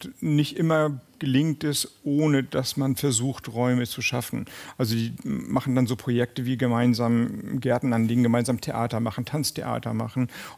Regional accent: Germany; moved away as an adult; now in Copenhagen, Denmark; ich bin Deutscher

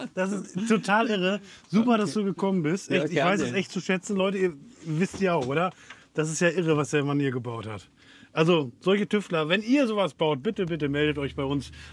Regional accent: Netherlands; Dabei bin ich eigentlich Holländer, ne? Und jetzt bin ich dann doch italienische.

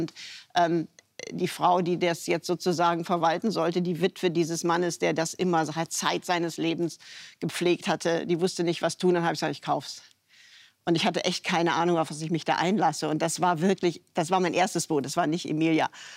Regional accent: Rhineland, Germany; Dieser leicht anarchische Streak, den habe ich da als Rheinländerin durchaus wiedergefunden.

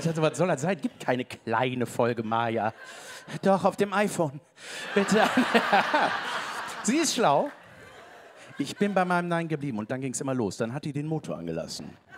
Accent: Cologne, North Rhine-Westphalia, Germany; accent: Kölsch; Wow, das ist Köln. Das mag ich. Dach Köln. Ich mag auch unseren Dialekt.

